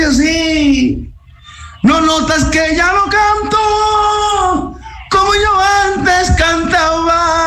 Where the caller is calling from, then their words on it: Santo Domingo, Dominican Republic; de la Domina, capital dominicana.